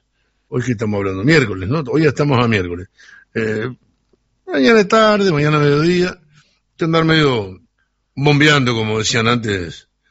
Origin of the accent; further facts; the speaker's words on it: Sarandí del Yí, Durazno, Uruguay; los que somos de Sarandí de allí